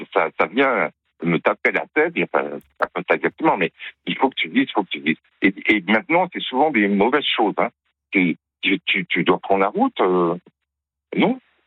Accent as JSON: {"language": "French", "region": "Grand Est", "country": "France", "tie": "born there", "said": "j'ai quand même une culture religieuse parce que je suis né en Alsace."}